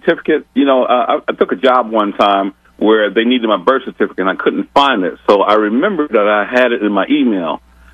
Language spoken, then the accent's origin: English; Gastonia, North Carolina, United States; born there; When I got my birth certificate, I read it real close. You know what it said? I was born in the Gastonia Negro Hospital.